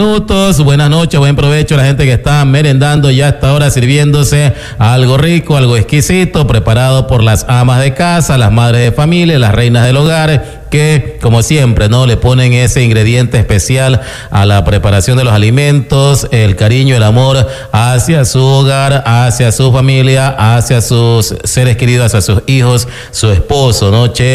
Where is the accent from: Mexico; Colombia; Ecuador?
Ecuador; así como buenos ecuatorianos.